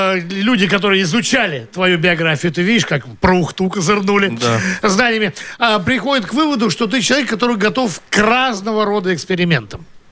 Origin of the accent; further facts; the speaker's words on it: Ukhta, Komi Republic, Russia; Я тоже из Ухты.